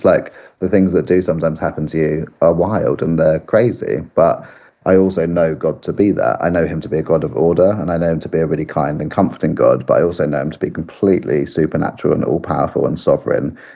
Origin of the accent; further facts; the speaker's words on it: United Kingdom; So I think we have an opportunity and an invitation as a British cultured people to lean in more